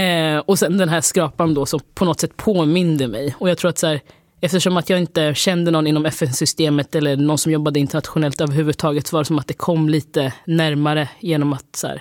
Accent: Linköping, Östergötland, Sweden; Jag är ju från Linköping och liksom den här.

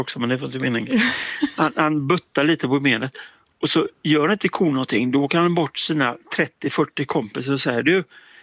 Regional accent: Gothenburg, Västra Götaland County, Sweden; now in Hammarö, Sweden; Hammarö men jag är göteborgare.

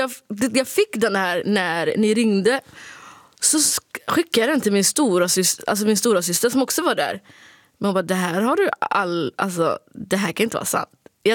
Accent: Sweden; accent: Standard Swedish; Jag tycker att jag alltid låter, jag tycker att jag pratar rikssvenska liksom.

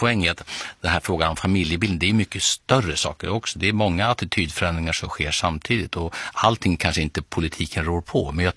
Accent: Lund, Skåne, Sweden; born there; Ja, min födelsestad.

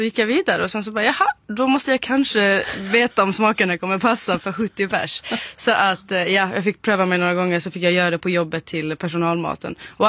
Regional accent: Sweden; jag är själv marockan och palestinier och född i Sverige och uppvuxen

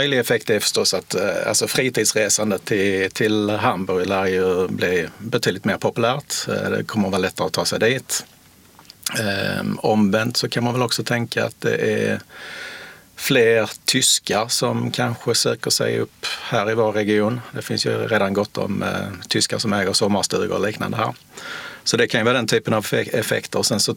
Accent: Skåne, Sweden; Även som skåning och i min ålder

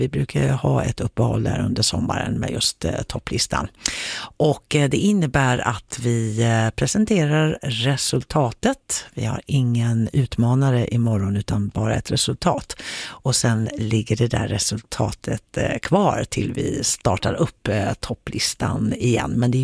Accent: Sweden; moved away; där jag växte upp, där finns nämligen en liten ort som heter Carl Gustav. Alltså med lite annan betoning. Så att jag, det där har satt sig, även om det är väldigt länge sedan som jag bodde just där.

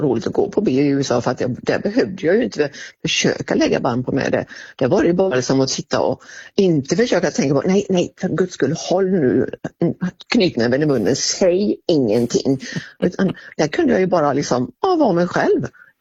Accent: Sweden; Jag är ju svensk

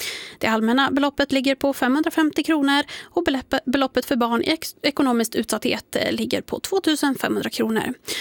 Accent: Västra Götaland County, Sweden; Och tipsar om en låt då från en ort ifrån min hembygd. Och då pratar vi ju Skaraborg.

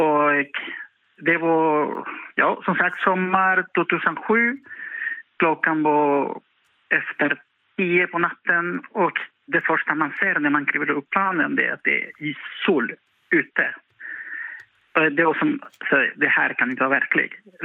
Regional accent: Barranquilla, Atlántico, Colombia; Swedish is a second language; moved away as an adult; now in Vilhelmina, Sweden; från min hemstad som heter Barranquilla och ligger i Vitkaribien.

